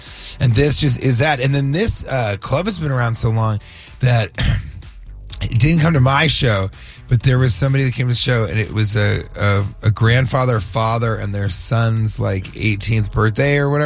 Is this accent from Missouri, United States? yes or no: yes; St. Louis, Missouri, United States; Growing up in St. Louis, you get to this certain age, one of the things we do is we take you to the comedy club.